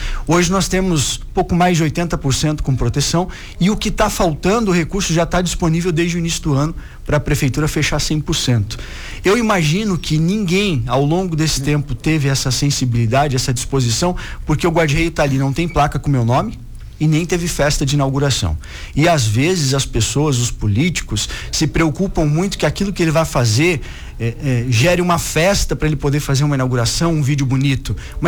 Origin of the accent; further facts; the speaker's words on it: Penha, Santa Catarina, Brazil; also born or lived in São Miguel (neighbourhood); Eu sou fruto de uma escola pública. Eu nasci em bairro, me criei em bairro. Nasci no São Miguel, me criei na Penha.